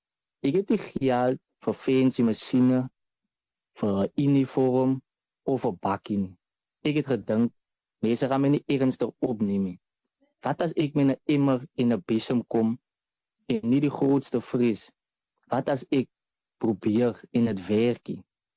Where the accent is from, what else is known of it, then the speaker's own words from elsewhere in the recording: Lamberts Bay, Western Cape, South Africa; die vis daar gevang raak en is wel ook bekend vir ons voeleiland en dan ons seafood restaurante. So ek is oorspronkelijk van Lammersbaai